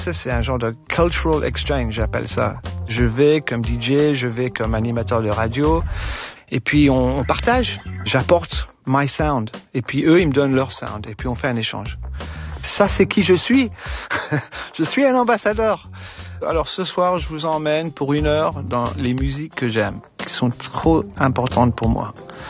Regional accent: Caen, Normandy, France; born there; Dans mon enfance, je suis né à Caen en 1964.

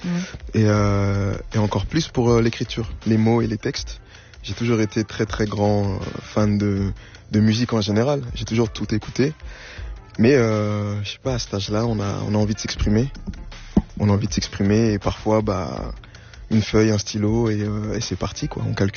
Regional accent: Montreuil, Île-de-France, France; À Montreuil, c'est ça. Je suis né dans un quartier qui s'appelle La Boissière, un hôpital qui s'appelle André Grégoire. Et à mes 8 ans, j'ai déménagé dans le Bas-Montreuil, ce qu'on appelle le Bas-Montreuil. Parce que Montreuil, c'est très grand.

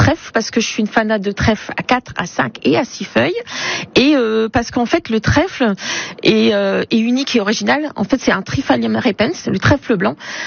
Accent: Saint-Valery-sur-Somme, Hauts-de-France, France; born there; Oui, je suis née à Saint-Valery-sur-Somme.

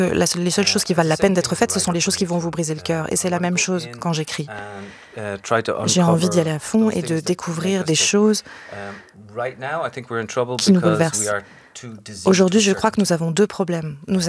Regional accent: Ireland; Mais moi, j'ai grandi en Irlande.

